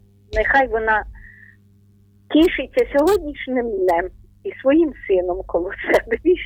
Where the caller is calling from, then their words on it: Ternopil Oblast, Ukraine; Знову Тернопільщина.